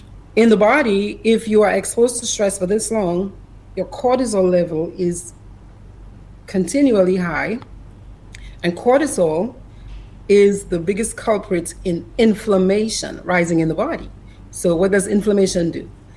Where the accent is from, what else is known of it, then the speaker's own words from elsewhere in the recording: Cottage, Saint John, Dominica; moved away as an adult; also born or lived in Portsmouth, Dominica; now in Georgia, United States; I am Dominica. I'm every little bit of Dominica, yeah? Mm-hmm. I was born in Cottage. I'm a Jean Cottage.